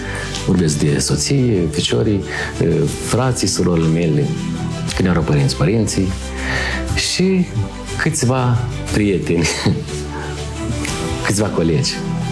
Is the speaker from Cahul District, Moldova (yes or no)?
no; Telenești, Telenești District, Moldova; Eu sunt, am zis că sunt de la Telenești.